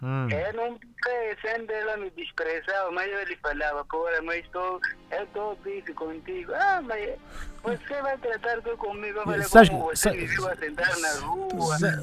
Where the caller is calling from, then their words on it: Nampula, Mozambique; estou a falar de Nampula.